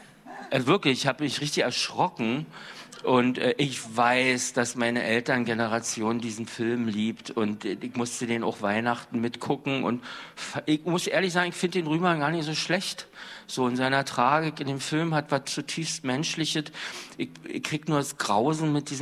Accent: Cottbus, Brandenburg, Germany; also born or lived in Greifswald; Mein Vater war jüngster Chefdramaturg der DDR. mit 24, 25 war er in Greifswald und dann sind wir von Greifswald nach Cottbus gezogen.

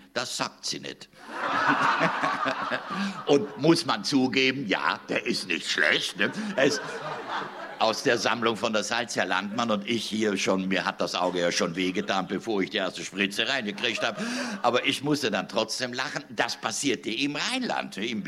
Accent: Trentino-Alto Adige, Italy; ja, nee, ich komme aber nicht aus Bayern, ich komme aus Südtirol.

